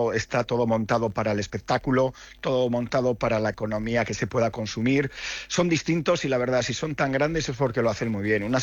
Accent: Valladolid, Castile and León, Spain

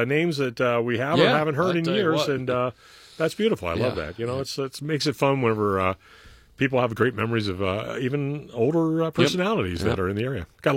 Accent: United States; I'm American.

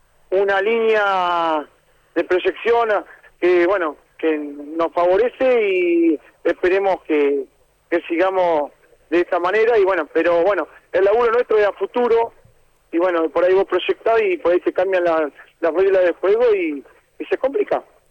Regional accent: Carmen de Patagones, Buenos Aires Province, Argentina; Venimos de Carmen de Patagones.

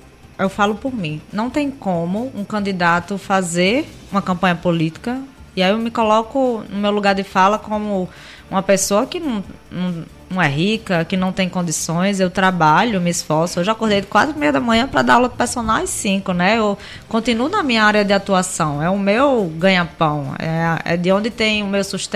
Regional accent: Natal, Rio Grande do Norte, Brazil; Natal é a minha área, minha base, né? Onde eu cresci, me criei.

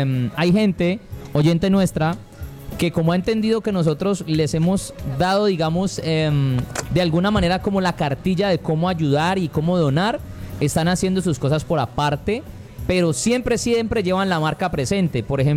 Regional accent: Cali, Valle del Cauca, Colombia; Ahí es donde se hace importante, que como caleños también apoyemos a estos negocios, ¿no?

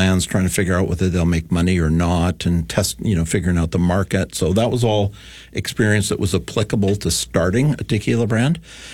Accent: Esquimalt, British Columbia, Canada; people say, oh, where are you from? Thinking that we're like from Chicago or Detroit or something.

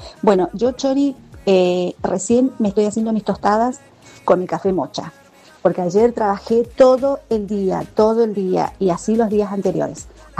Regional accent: Argentina; Y amando a mi país y mi bandera, por sobre todas las cosas.

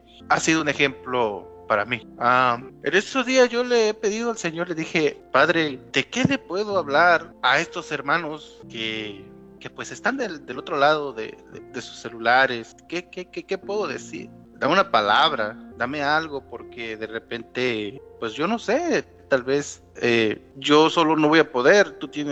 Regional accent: Tuxtepec, Oaxaca, Mexico; yo soy del estado de Oaxaca, soy de Tuxtepec, Oaxaca. Este estado es un estado muy pobre.

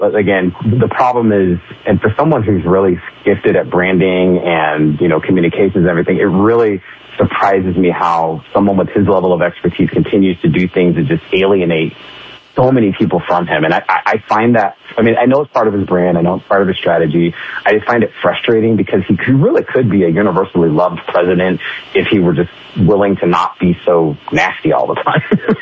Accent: Idaho, United States; Yeah, Idaho.

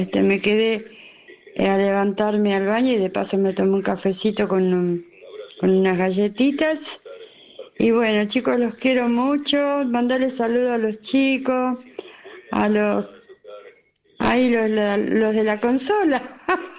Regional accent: Tafí Viejo, Tucumán, Argentina; siempre fui feliz. En mi niñez, en mi adolescencia, ahí en Tafí Viejo y en Tucumán.

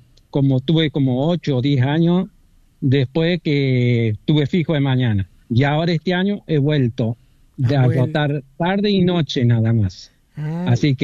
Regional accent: San Luis, Argentina; No, sí, soy puntano de acá.

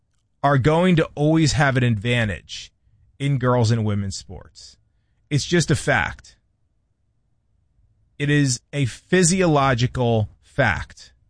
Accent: Minnesota, United States; As a person who lives in this state, as a Minnesotan, I find that to be a bit disappointing.

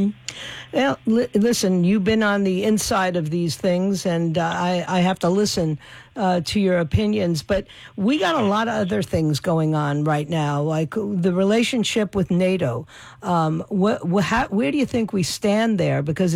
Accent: New York City, New York, United States; born there; I was born in New York City, a yellow dog Democrat family.

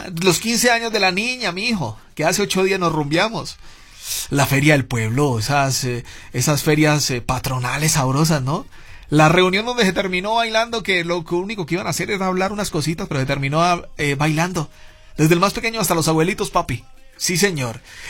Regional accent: Colombia; moved away; en mi tierra, en Colombia

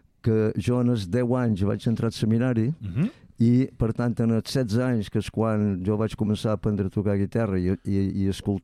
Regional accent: Ferreries, Balearic Islands, Spain; jo som de Ferreries, però després vaig anar a viure a Mó

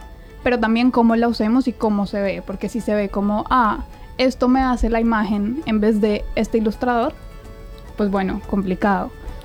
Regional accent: Colombia; moved away; yo siendo mujer colombiana

